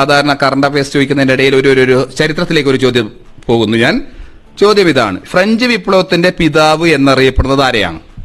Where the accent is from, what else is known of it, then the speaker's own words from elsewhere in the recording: Mulleria, Kerala, India; കാസർഗോഡ് ജില്ലയിലെ മുള്ളേരിയ.